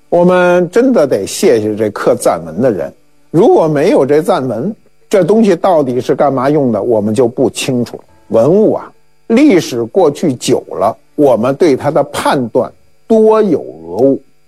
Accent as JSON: {"language": "Chinese", "country": "China"}